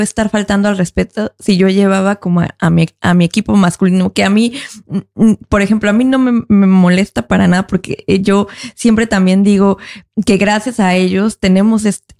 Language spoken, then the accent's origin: Spanish; Mexico City, Mexico